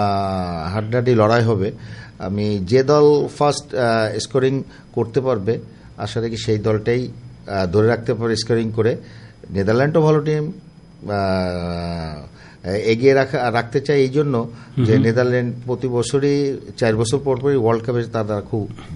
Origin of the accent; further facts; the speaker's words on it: Bangladesh; আমরাও যারা বাংলাদেশের লোক আছি